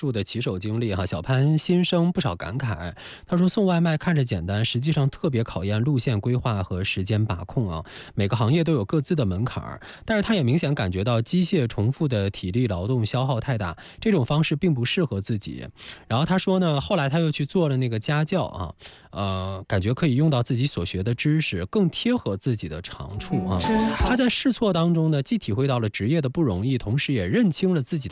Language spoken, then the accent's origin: Chinese; Dandong, Liaoning, China; moved away; 在我的老家丹东